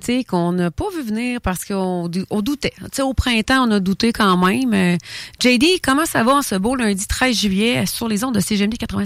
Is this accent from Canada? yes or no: yes; Thetford Mines, Quebec, Canada; ma ville natale, à Thetford Mines